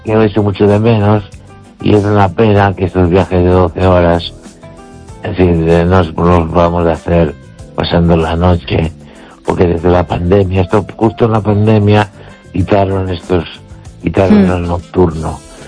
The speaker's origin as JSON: {"language": "Spanish", "region": "Galicia", "country": "Spain", "tie": "born or raised there", "said": "Y mi pueblo está a unos 9 kilómetros o 8 de los Peares. En la base de la montaña."}